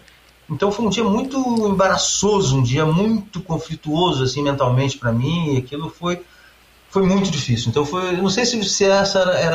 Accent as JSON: {"language": "Portuguese", "country": "Brazil", "said": "e eu como brasileiro também, felizaço da vida"}